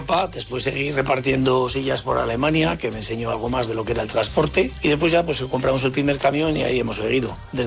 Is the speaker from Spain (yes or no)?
yes; La Rioja, Spain; Somos riojanos, siempre lo llevamos en todos los lados